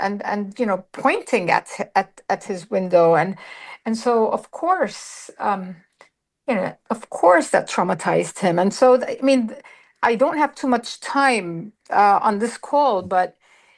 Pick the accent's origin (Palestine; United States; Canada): Palestine; Ramallah, West Bank; moved away; also born or lived in Jerusalem; And my father's family are from Ramallah. And I was born and raised in Jerusalem and raised in Ramallah for most of my life.